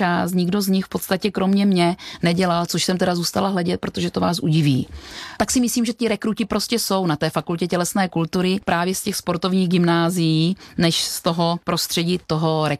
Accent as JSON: {"language": "Czech", "region": "South Moravian Region", "country": "Czechia", "tie": "born or raised there", "said": "A já miluju přírodu, vodu, protože své dětství jsem strávila na Vranovské přehradě u Znojma, kde rodiče mé mámy měli chatu."}